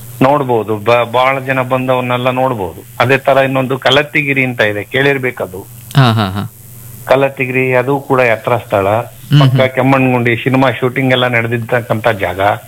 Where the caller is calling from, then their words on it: Karnataka, India; ನಮ್ಮ ಊರಿನ ಹತ್ರ ಅದೇ ಒಂದು ಊರಿನ ಹತ್ರ ಅಂದ್ರೆ ಅದೇ ಅಮೃತಾಪುರ ಹಿರೇನಲ್ಲೂರು ದೇವಸ್ಥಾನಗಳಿದೆ